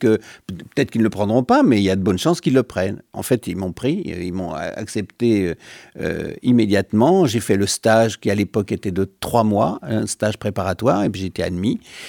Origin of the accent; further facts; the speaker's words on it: Paris, Île-de-France, France; Je suis petit parisien plutôt banlieusard, mais parisien, oui.